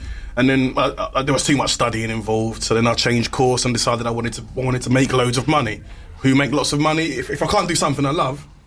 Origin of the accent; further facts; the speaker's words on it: Nigeria; now in United Kingdom; I'm a Nigerian.